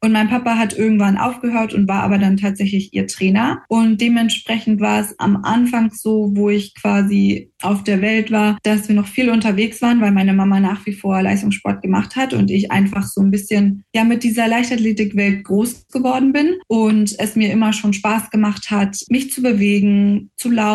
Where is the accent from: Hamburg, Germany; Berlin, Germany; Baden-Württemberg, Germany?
Berlin, Germany; moved away as an adult; also born or lived in Brandenburg; now in Frankfurt, Germany; Also ich komme gebürtig aus Berlin, muss man dazu sagen, und habe bis zu meinem 21. Geburtstag in Berlin auch gewohnt und bin dann erst quasi nach Frankfurt gezogen und dort natürlich auch in die Schule gegangen.